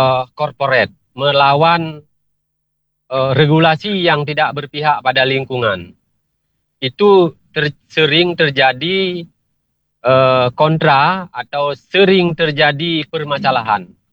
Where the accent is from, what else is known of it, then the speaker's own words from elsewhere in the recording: Lhokseumawe, Aceh, Indonesia; sebagai warga Kota Loksmawe